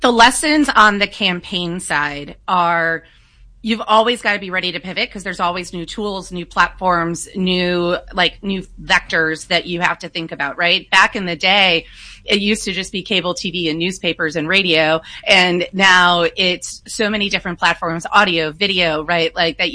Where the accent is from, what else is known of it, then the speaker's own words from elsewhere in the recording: Wisconsin, United States; moved away as an adult; now in Washington, United States; I'm from Wisconsin originally, and moved to D.C. in 2003